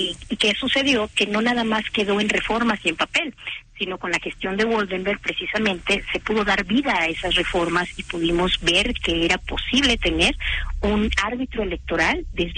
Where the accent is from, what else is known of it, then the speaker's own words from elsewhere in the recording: Mexico; no hay manera de poder nosotros como mexicanos defender este ejercicio